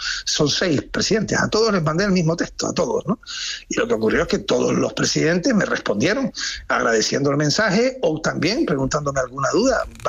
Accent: Canary Islands, Spain; Yo soy canario, como bien exponías

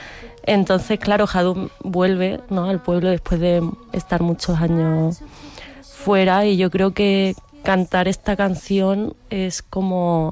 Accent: Tetouan, Tanger-Tetouan-Al Hoceima, Morocco; yo soy de Tetuán, ¿no? Pero mi madre es de La Línea, ¿no? Y yo vengo a España y he venido desde pequeña.

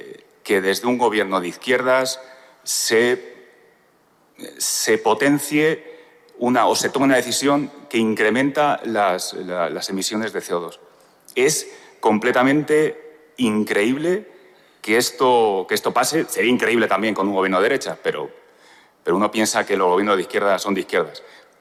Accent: Madrid, Community of Madrid, Spain; now in San Sebastián de los Reyes, Spain; Yo vengo de Madrid, vivo en San Sebastián de los Reyes

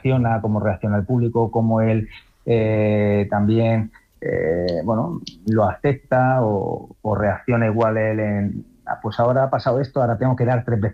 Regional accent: Zaragoza, Aragon, Spain

